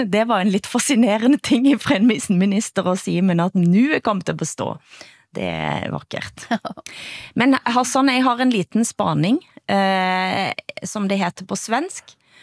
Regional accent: Erfjord, Rogaland, Norway; Til og med der jeg vokste opp i Erfjord, så fantes det gamle sangen om jenter som bare forsvant inn i berget til trollene

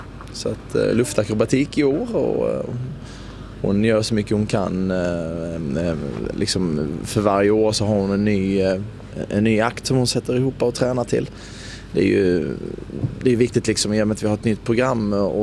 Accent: Malmö, Skåne, Sweden; Naturligtvis har jag gått i skolan i Malmö, som du hör på min dialekt.

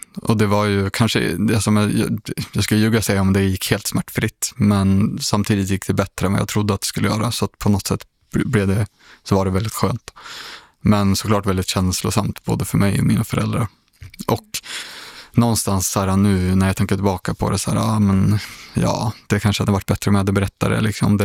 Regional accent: Sweden; now in Stockholm, Sweden; jag har liksom aldrig känt att jag inte ska berätta att jag är same när jag rör mig i HBTQI-kretsar.

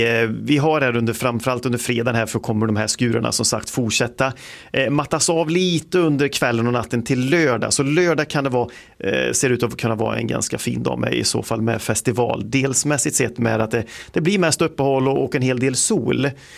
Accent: Västra Götaland County, Sweden; Jag kommer från Skaraborg.

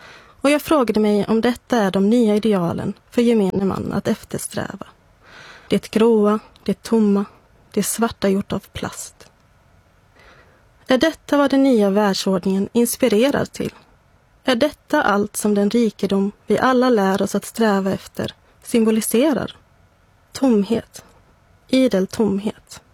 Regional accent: Varberg, Halland County, Sweden; moved away; För första gången på 17 år satte jag fot i min gamla hemstad Varberg.

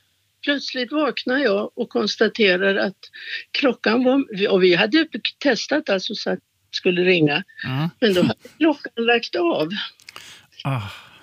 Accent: Uppland, Sweden; also born or lived in Gothenburg / Malmö; Men jag är från Uppland, så att, även om jag är född i Göteborg. Så jag pratar lite skånska. Jag har bott i Malmö.

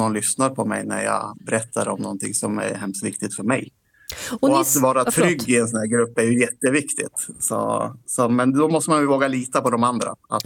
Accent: Bjärme, Sweden; Jag sitter på skolan i Myrvika för tillfället, men jag är från Bjärme.

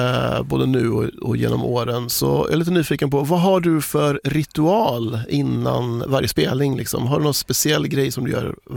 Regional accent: Gothenburg, Västra Götaland County, Sweden; Ja, jag är från Kville.

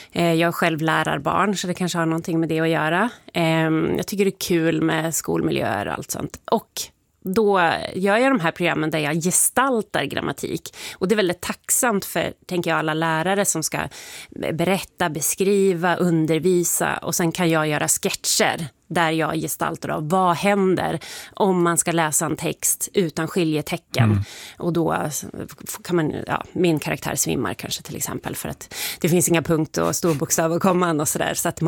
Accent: Sundsvall, Västernorrland County, Sweden; Ja, men jag älskar ju min stad. Alltså, Sundsvall är ju alltid.

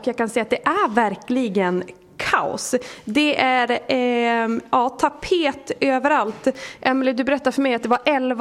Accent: Åsele, Västerbotten County, Sweden; jag är själv uppvuxen i Åsele

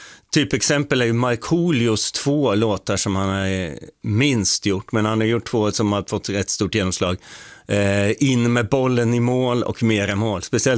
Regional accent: Åtvidaberg, Östergötland, Sweden; Jag är från Åtvidaberg, så jag är från Götaland.

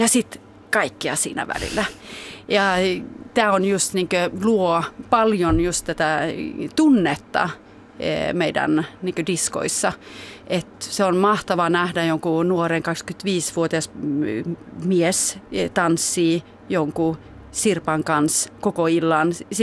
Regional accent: Hallstahammar, Västmanland, Sweden; Ja mä oon Hallstahammerista kotoisin ja todella semmoinen Suomi-seuran kasvatti

